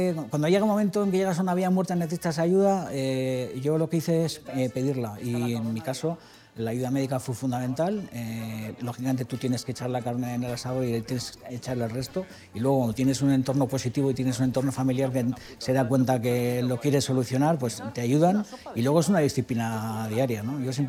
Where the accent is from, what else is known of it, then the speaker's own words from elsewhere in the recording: Hondarribia, Basque Country, Spain; pasan por la calle San Pedro de mi pueblo. Que normalmente la gente de mi pueblo se lo cuenta y no se lo creen y la ponen y pues sí, sale Fuenterrabía en el comienzo de la película.